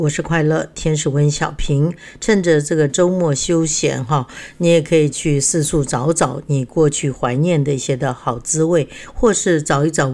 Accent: Keelung, Taiwan; 像我们基隆人那时候我们从小都要讲利亚口

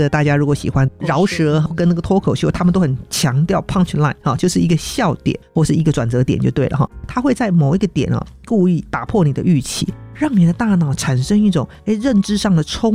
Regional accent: Taiwan; 哎呀，我们台湾人就是这厉害。

